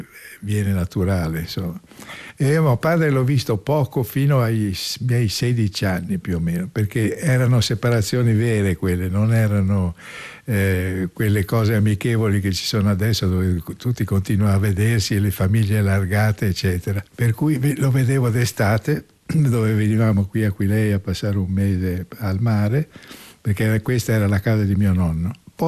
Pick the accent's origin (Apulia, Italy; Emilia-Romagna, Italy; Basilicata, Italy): Emilia-Romagna, Italy; Bologna; born there; also born or lived in Treviso / San Vito al Tagliamento; io ho fatto praticamente tutte le scuole a Bologna fino al primo anno dell'università, e per cui considero Bologna la mia città, insomma, sono cresciuto lì.